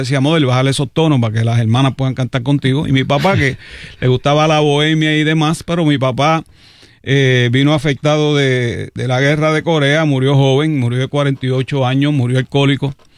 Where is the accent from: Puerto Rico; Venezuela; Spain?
Puerto Rico; Toa Baja; also born or lived in Cataño; Yo nací en Cataño. Okay. Pero siempre he dicho que soy de Tua Baja porque yo fui pequeñito a Tua Baja. O sea, yo me bañé en el Río La Plata, yo estudié en la Manuel Santiago y después estudié en la José Nevares Landrón, me gradué de la Dolfina Irizarry.